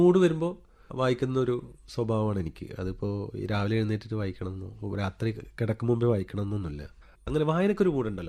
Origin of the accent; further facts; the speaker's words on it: Kerala, India; born there; അപ്പോൾ എൻ്റെ വീട്ടിൻ്റെ തൊട്ടടുത്ത് റെഡ് സ്റ്റാർ കീക്കാങ്കോട്ട് എന്ന് പറയുന്ന ഒരു ക്ലബ്ബുണ്ട്.